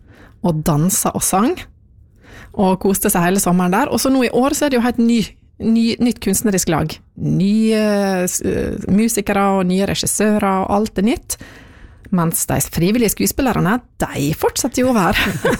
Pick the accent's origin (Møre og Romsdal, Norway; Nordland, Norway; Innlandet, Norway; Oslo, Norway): Møre og Romsdal, Norway; Ålesund; now in Nesodden, Norway; jeg har vokst opp i Ålesund, og jeg er 100% sunnmøring, men pappa min er fra Molde. Og mamma min er fra Fjelltun da.